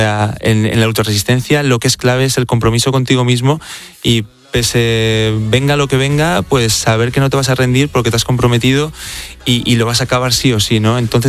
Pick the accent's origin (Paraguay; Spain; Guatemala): Spain; Teruel, Aragon